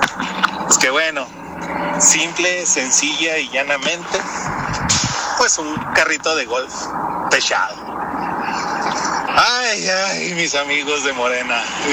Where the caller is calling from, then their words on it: Chihuahua, Mexico; desde Chihuahua, Chihuahua.